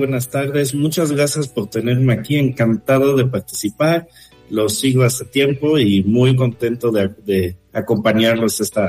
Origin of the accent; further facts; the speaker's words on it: France; moved away as an adult; also born or lived in Italy; now in Mexico; tengo 20 años de tener el honor y el placer de vivir en México, pero yo soy franco-italiano, mamá italiana, papá francés, y llegué a México para terminar mis estudios. Como buen estudiante francés de intercambio